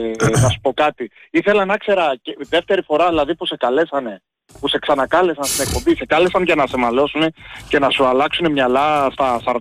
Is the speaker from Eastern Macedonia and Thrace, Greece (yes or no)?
yes; Eastern Macedonia and Thrace, Greece; κατάγομαι από Εύρο.